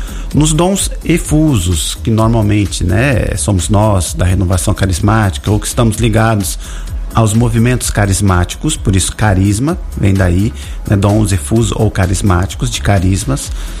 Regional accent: Brazil; para nós que somos brasileiros

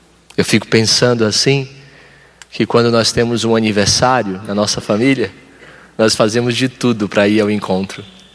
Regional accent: Ceará, Brazil; moved away; Eu sou natural do interior do Ceará.

